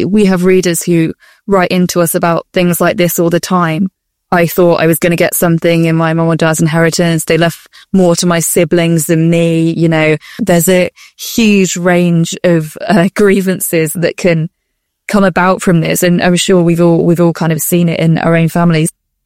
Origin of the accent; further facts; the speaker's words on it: United Kingdom; we're British.